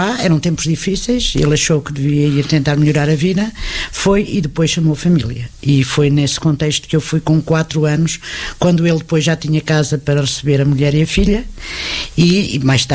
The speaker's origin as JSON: {"language": "Portuguese", "country": "Angola", "tie": "born or raised there", "also_born_or_lived": "Câmara, Portugal", "said": "De facto, eu nasci em Câmara, e Câmara continua a estar no meu coração e estará sempre, é a nossa terra, é a nossa raiz. Eu fui para Câmara e fui para Angola com 4 anos"}